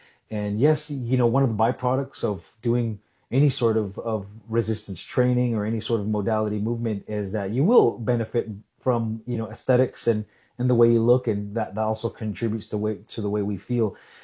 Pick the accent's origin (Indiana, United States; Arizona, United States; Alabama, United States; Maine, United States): Arizona, United States; Salt River; born or raised there